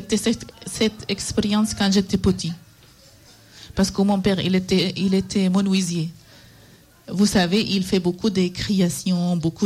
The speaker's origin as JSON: {"language": "French", "country": "Syria", "second_language": "French", "lives_now": "France", "said": "Je viens de Syrie. J'ai commencé mon projet à 25 ans. C'était compliqué un peu parce que notre cuisine, il est inconnu ici."}